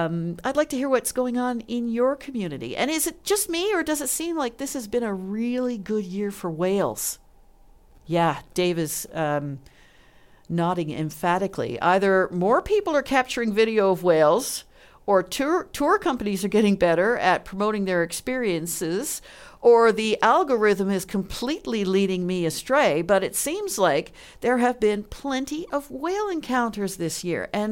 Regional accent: Newfoundland and Labrador, Canada; me being a Newfoundlander

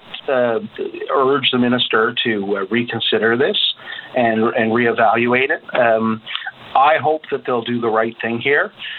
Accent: Corner Brook, Newfoundland and Labrador, Canada; talking to my hometown and in Corner Brook, they have all their funds allocated for their 3-year program

